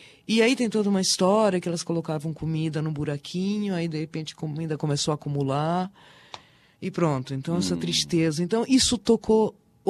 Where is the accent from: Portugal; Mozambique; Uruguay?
Uruguay; now in Brazil; quando era criança pequena lá no Uruguai, não em Barbacena